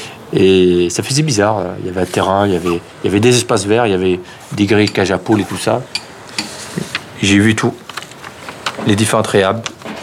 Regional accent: Garges-lès-Gonesse, Île-de-France, France; born there; j'ai 28 ans, j'habite à Garges, je suis né à Garges. Je suis né le 17 juin 79. Je suis resté une semaine à la maternité de Gonesse

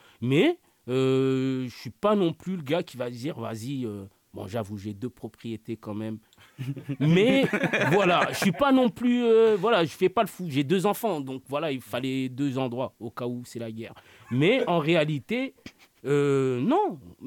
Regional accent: France; born there; Je dis « on » parce que je m'y inclus, je suis né en France, je me sens français.

